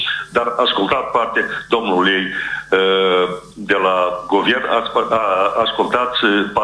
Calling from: Ștefan Vodă District, Moldova

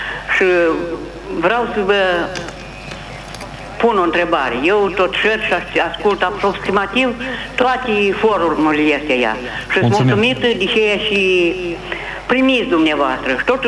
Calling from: Telenești, Telenești District, Moldova; sunt din Telenești.

